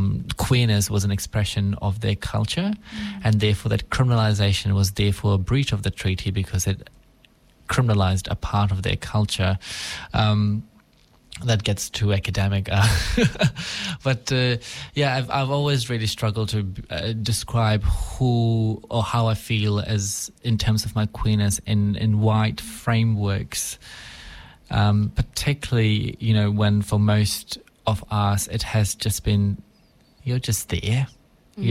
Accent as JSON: {"language": "English", "country": "Fiji", "tie": "born or raised there", "moved": "yes", "lives_now": "Wellington, New Zealand", "said": "I was born in Fiji in 2000 to a native Fijian and Indian family. My dad's side of the family is native Fijian"}